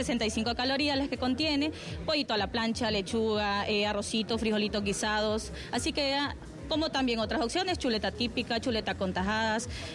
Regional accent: Honduras; Como buen hondureño que nos caracteriza

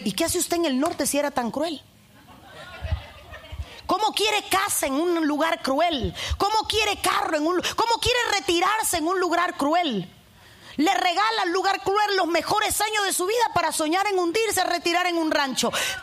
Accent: Cuba; moved away; Y hablo de Cuba porque soy cubana.

